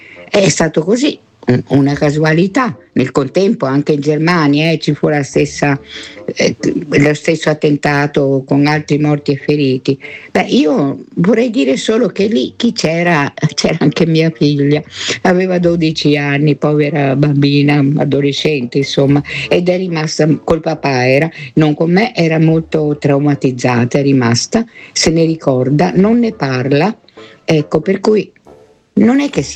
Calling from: Rome, Lazio, Italy

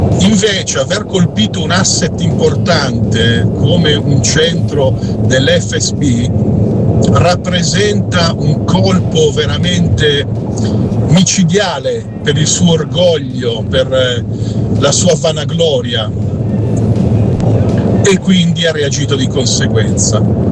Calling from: Milan, Lombardy, Italy; da Milano.

